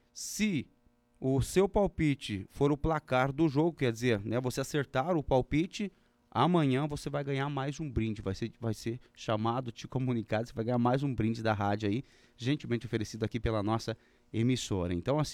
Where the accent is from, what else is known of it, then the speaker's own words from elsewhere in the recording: Brazil; somos brasileiros